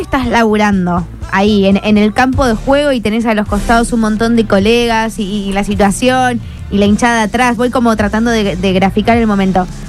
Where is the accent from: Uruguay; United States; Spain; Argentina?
Argentina; capaz como argentina soy muy desconfiada.